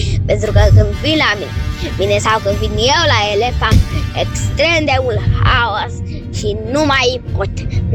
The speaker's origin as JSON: {"language": "Romanian", "town": "Săcele", "region": "Brașov County", "country": "Romania", "said": "Bonjurică, bonjurică … din Săcele."}